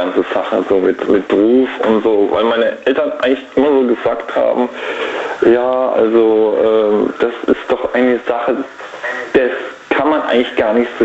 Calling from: Heidelberg, Baden-Württemberg, Germany; Ich komme aus dem Heidelberger Raum.

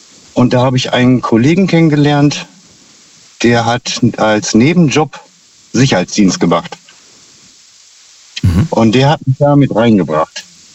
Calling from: Minden, North Rhine-Westphalia, Germany

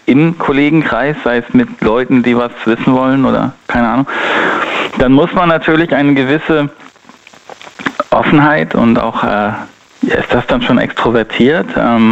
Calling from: North Rhine-Westphalia, Germany; Ich komme aus dem Rhein-Sieg-Kreis.

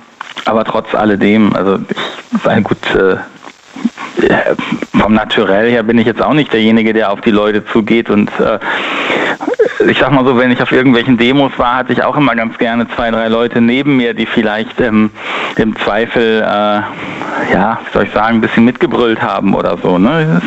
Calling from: North Rhine-Westphalia, Germany; Ich komme aus dem Rhein-Sieg-Kreis.

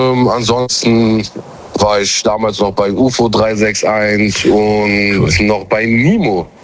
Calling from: Mönchengladbach, North Rhine-Westphalia, Germany; Ich komme aus Gladbach, Mönchengladbach.

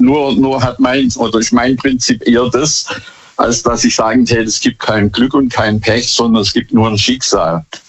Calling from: Bad Boll, Baden-Württemberg, Germany; ich komme aus Bad Boll.

